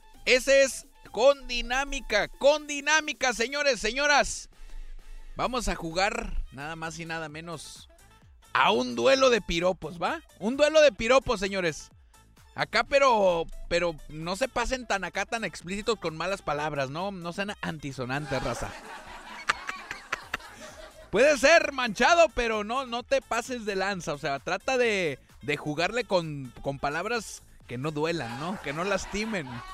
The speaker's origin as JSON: {"language": "Spanish", "country": "Mexico", "said": "somos mexicanos y es todo el mes, ¿no? Todo el mes somos mexicanos y todo el año."}